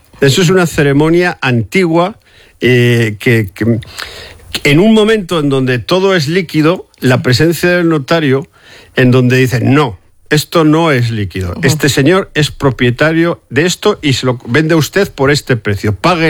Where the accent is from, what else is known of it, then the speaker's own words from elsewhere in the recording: Barbastro, Aragon, Spain; moved away; yo soy aragonés, nacido en la provincia de Huesca, en Barbastro.